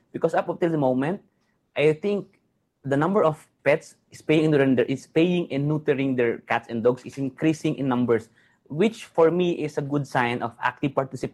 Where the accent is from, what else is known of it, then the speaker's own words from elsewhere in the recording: Gapan, Central Luzon, Philippines; We have one clinic in my hometown that's in Gapan City, Nueva Ecija.